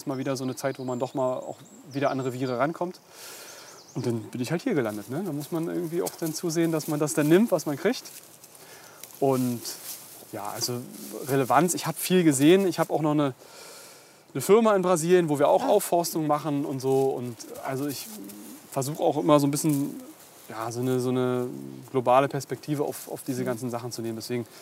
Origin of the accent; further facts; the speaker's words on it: Berlin, Germany; born there; meine Familie kommt aus Mecklenburg, ich bin in Berlin geboren.